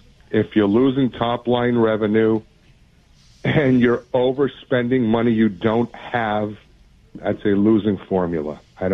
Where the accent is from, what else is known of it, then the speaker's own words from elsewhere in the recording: New York, United States; You know, it's bittersweet for me. I'm a New Yorker, right? And, you know, we still own property up there, so it's bittersweet.